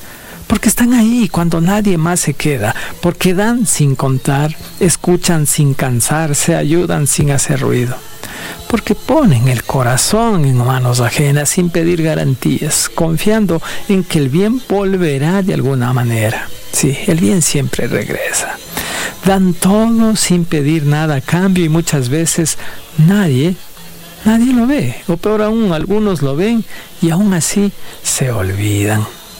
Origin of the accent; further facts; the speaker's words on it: Ecuador; Así somos los ecuatorianos.